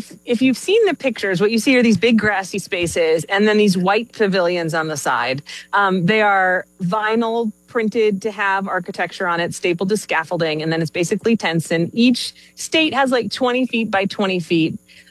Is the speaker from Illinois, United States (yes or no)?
yes; Illinois, United States; I used to go to like the Crystal Lake Carnival when I was growing up in Illinois.